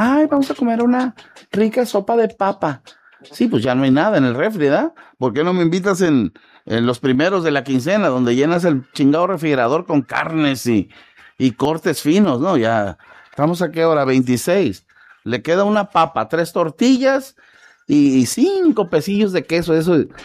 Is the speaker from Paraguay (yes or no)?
no; Mexico